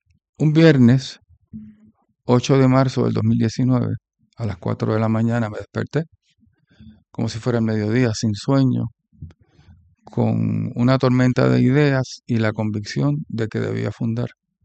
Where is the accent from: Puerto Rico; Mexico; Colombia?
Puerto Rico; San Juan; also born or lived in Aguadilla, Puerto Rico / San Sebastián, Puerto Rico / Mayagüez, Puerto Rico; nos mudamos cuando yo era joven, pequeño, ¿verdad? Para el área metropolitana. Así que terminé mi sexto grado en la escuela Ángel Ramos, en Country Club.